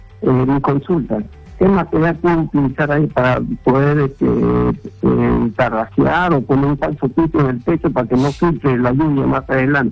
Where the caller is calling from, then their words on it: Lima, Peru; le estoy llamando de San Juan de Liganzo.